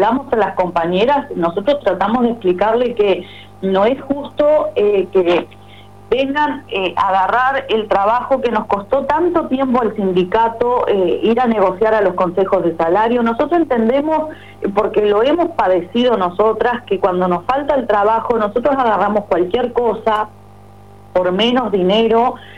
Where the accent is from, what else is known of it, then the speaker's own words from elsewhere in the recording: Melo, Cerro Largo, Uruguay; moved away as an adult; now in Montevideo, Uruguay; Melo, de donde vengo yo, Rivera, Artigas, pueblos del interior profundo